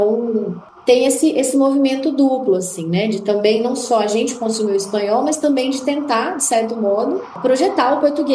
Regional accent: Brazil

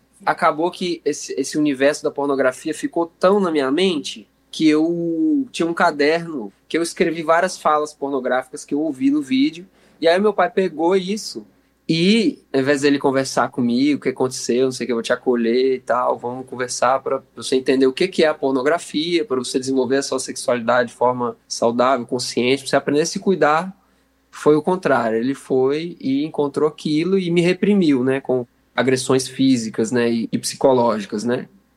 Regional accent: Espírito Santo, Brazil; born there; Eu nasci no Espírito Santo, mas meus pais são mineiros. Meu pai nasceu em Valadares, minha mãe em Teoflotone.

